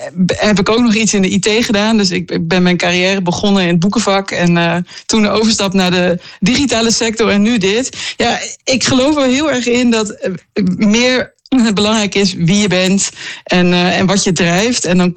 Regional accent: Veendam, Groningen, Netherlands; born there; moved away as an adult; ik ben geboren in Veendam en gestudeerd in Groningen. Dus en het mooie is, we gaan ook weer terug naar Veendam om daar te gaan wonen.

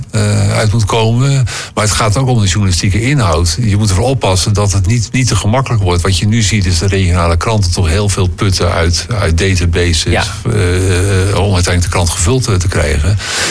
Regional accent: Rotterdam, South Holland, Netherlands

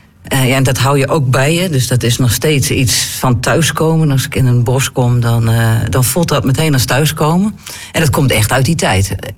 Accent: Exloo, Drenthe, Netherlands; ik ben opgegroeid in Exlo, een dorpje boven Immen.

